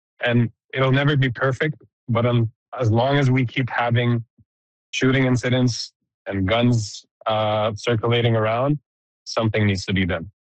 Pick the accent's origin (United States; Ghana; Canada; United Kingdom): Canada; Really, my message is, as a Canadian society, as a nation, we could always do better.